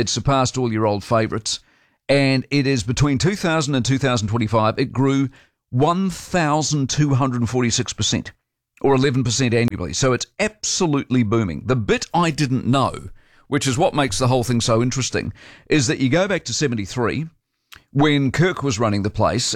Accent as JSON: {"language": "English", "town": "Christchurch", "region": "Canterbury", "country": "New Zealand", "said": "Rolleston I'm gripped by because I'm from Christchurch. We all love Christchurch."}